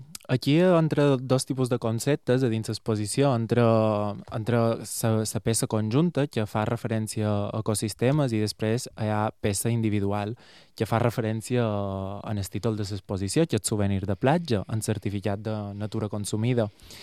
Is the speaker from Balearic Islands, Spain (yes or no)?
yes; Porto Colom, Balearic Islands, Spain; Era allà on jo soc de Porto Colom i vaig molt a Sallà